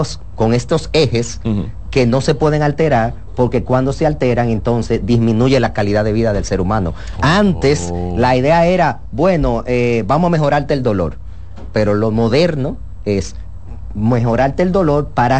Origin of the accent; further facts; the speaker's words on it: Puerto Plata, Dominican Republic; Yo soy de Puerto Plata.